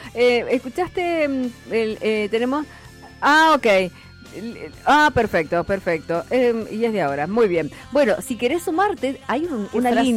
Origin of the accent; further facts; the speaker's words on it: Argentina; por más que somos argentinos, en el país vecino, nos dicen los che.